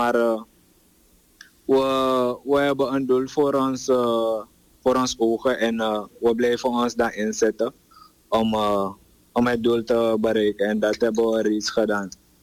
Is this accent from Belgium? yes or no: no; Suriname; now in Cuba; Maar al met al hebben we toch als Surinamers hier op Cuba eenheid proberen te vormen.